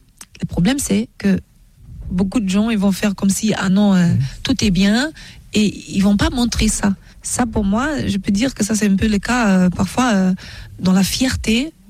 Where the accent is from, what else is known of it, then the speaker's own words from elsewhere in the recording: Germany; j'aime les bretzels aussi, parce que j'ai grandi en Allemagne